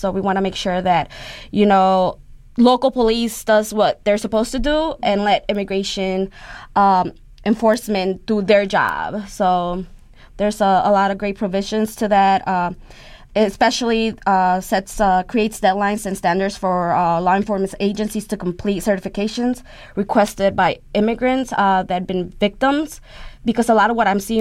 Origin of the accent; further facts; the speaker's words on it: Chicago, Illinois, United States; also born or lived in Guanajuato, Mexico; I was born in Guanajuato, Mexico. I was brought to Chicago at the age of 2, and I grew up in Pilsen. My parents stopped first in L.A., in California